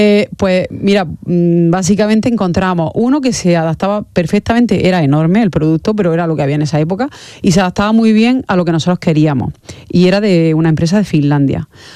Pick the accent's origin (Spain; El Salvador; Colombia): Spain; Almería, Andalusia; nosotros somos de Almería